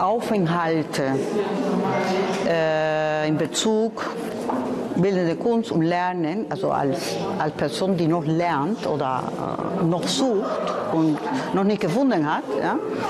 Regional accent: Cuba; Also in Kuba war ich in einer Schule, in einer normalen Schule, sagen wir mal in dem gemischt mit normalem Unterricht

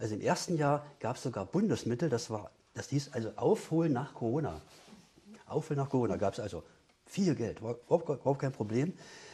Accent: Potsdam, Brandenburg, Germany; now in Dessau, Germany; ich komme eigentlich aus Potsdam.

